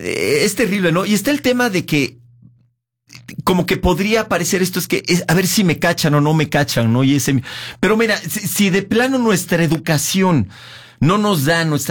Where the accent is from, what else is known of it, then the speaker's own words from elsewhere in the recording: Mexico; Nos ejemplifica mucho como mexicanos.